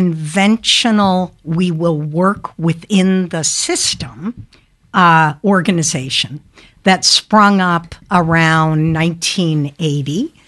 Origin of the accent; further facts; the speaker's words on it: Canada; My theory, I came into this world, I'm Canadian, so I sprung onto the soil of the earth